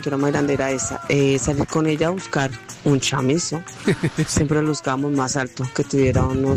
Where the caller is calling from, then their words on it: Villeta, Cundinamarca, Colombia; desde Villeta.